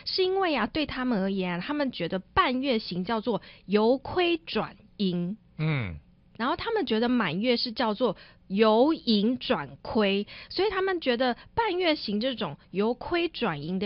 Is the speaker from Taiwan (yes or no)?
yes; Taiwan; 过中秋啊秋夕就很像跟咱们台湾人一样